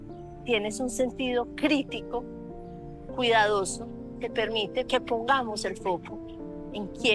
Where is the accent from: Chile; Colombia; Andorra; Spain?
Colombia; Y al mismo tiempo, hace 72 horas, tembló en mi país. Quiero que me digas qué podemos aprender los colombianos de lo que se ha hecho bien aquí